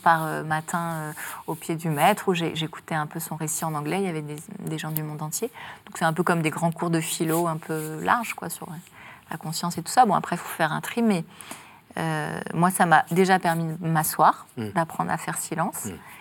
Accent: Paris, Île-de-France, France; je suis une parisienne, très parisienne, assez mondaine.

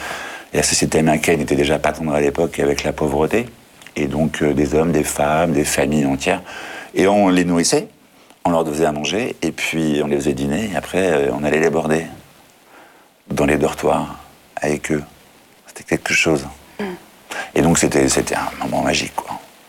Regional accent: France; Des lettres, voilà, bonjour, je suis un Français.

